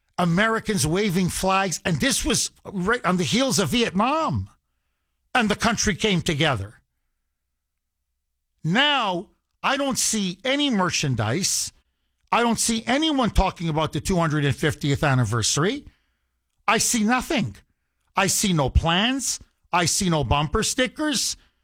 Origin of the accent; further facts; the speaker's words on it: Canada; now in United States; I was then still in Canada, right? I was born and raised in Canada before I came here years ago.